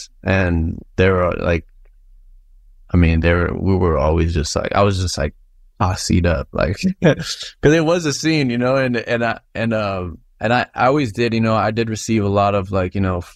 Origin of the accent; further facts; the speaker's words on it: United States; I'm from here. I'm American. I was born in America. But, you know, obviously my parents are from Jalisco and, well, they're from Zapopan and Guadalajara.